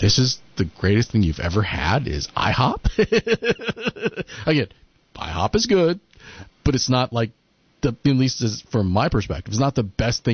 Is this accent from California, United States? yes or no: yes; California, United States; Granted, as a Californian, I'm also not used to 110, 120 degrees.